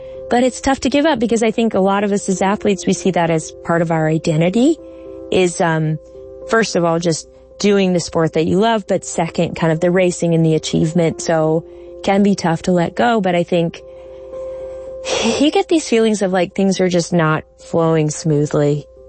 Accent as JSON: {"language": "English", "region": "Alaska", "country": "United States", "said": "And I'm from Alaska, so I've ridden all of that through, you know, the lower 48 and then down a bit into Mexico"}